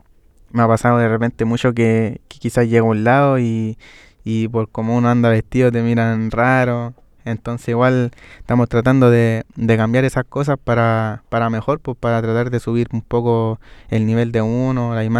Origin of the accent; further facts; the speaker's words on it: Chile; si somos todos chilenos